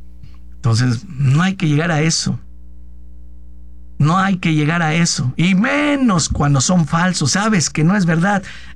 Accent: Mexico; somos ciudadanos mexicanos, cómo no, en el tiempo que estamos aquí

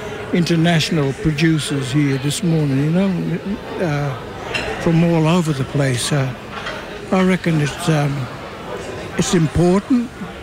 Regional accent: Queensland, Australia; I'm from Mission myself. I've lived on Mission.

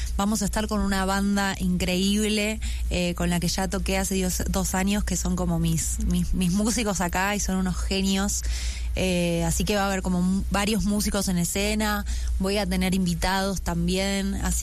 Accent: Buenos Aires, Argentina; now in Mexico; Sí, siendo de Argentina. Realmente yo me siento muy agradecida con este país por todo lo que me ha dado, o sea, todo lo que me ha dado con mi música, y realmente yo siento que en mi forma de hacer canciones convive mucho como toda mi vida en Buenos Aires, mi familia

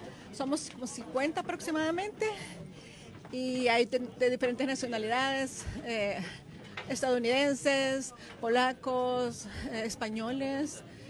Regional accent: El Salvador; also born or lived in Canada; now in Belgium; Somos originarios de El Salvador, pero somos nacionalizados canadienses y ahora vivimos en Bélgica.

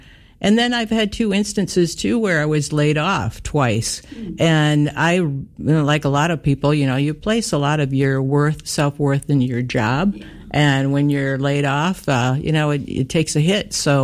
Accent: Hudsonville, Michigan, United States; Hudsonville, my hometown, year two for them.

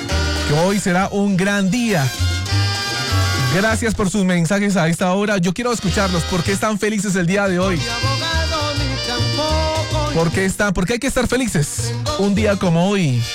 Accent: Bucaramanga, Santander, Colombia; yo soy de Bucaramanga.

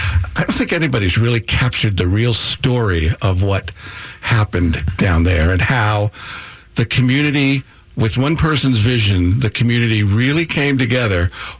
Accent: Massachusetts, United States; now in Frederick, United States; I'm from Taxachusetts

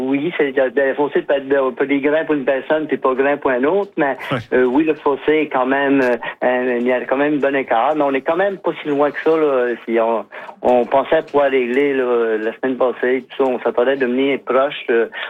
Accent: Îles-de-la-Madeleine, Quebec, Canada; nous autres, on sait qu'on est de la Madeleine, on est insulaire, ça fait que ça coûte le coût de la vie, coûte un peu plus cher.

